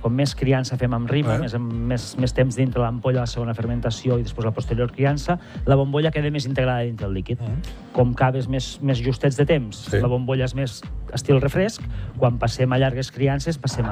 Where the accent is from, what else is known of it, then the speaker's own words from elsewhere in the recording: Guissona, Catalonia, Spain; Jo soc de Guissona.